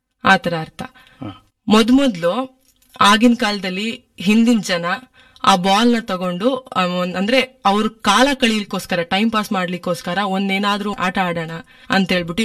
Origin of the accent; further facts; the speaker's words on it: Karnataka, India; also born or lived in Edavala, Shivamogga district; ಆದ್ರೆ ನಾನು ಸಣ್ಣ ವಯಸ್ಸಿಂದನೂ ನಾ ಅಜ್ಜಿ ಮನೆಯಲ್ಲೇ ಬೆಳೆದಿದ್ದೀನಿ. ಅಜ್ಜಿ ಮನೆ ಬಂದು ಬಾಳೆಮಾರ್ನಹಳ್ಳಿ ಅಂತ ಇದೆ, ಭದ್ರಾವತಿ ತಾಲೂಕು. ಸಣ್ಣ ವಯಸ್ಸಿಂದನೂ ಸ್ಕೂಲ್ ಇಲ್ಲೇ ಓದಿದ್ದು, ಕಾಲೇಜು ಇಲ್ಲೇ ಓದಿದ್ದು, ಈಗ ಡಿಗ್ರಿ ಓದ್ತಿರೋದು ನಾನಿಲ್ಲೇ.